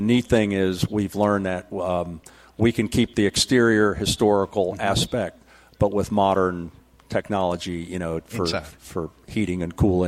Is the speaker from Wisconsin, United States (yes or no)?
no; Ohio, United States; Of course, I'm from Ohio, so I'm excited about, you know, spending the week after the air show in wine country.